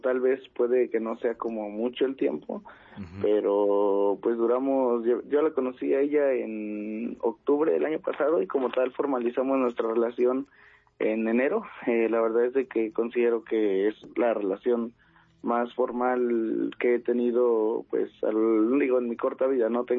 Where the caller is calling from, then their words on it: Acolman, State of Mexico, Mexico; Soy aquí de Acolman, Estado de México.